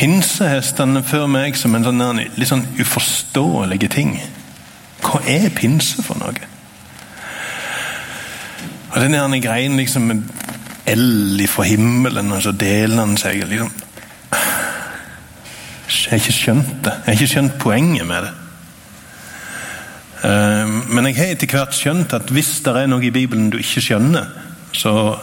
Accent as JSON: {"language": "Norwegian", "town": "Sokndal", "region": "Rogaland", "country": "Norway", "moved": "yes", "lives_now": "Nærbø, Norway", "said": "jeg kommer fra Sokndal. Jeg bor på Nærbø, der jeg har vært lærer på Trygghjem noen år."}